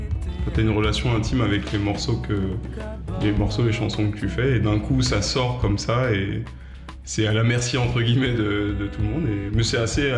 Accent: Martinique; born or raised there

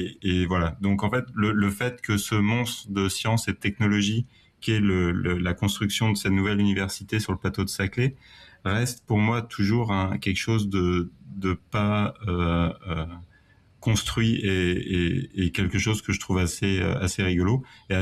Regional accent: Orsay, Île-de-France, France; moved away; moi j'ai grandi à Orsay et j'ai quitté Orsay dans les années 2008 ou 2010.

